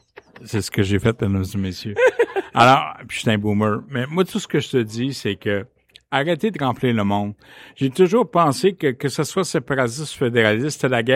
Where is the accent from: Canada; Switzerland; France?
Canada; Moi, je suis Canadien.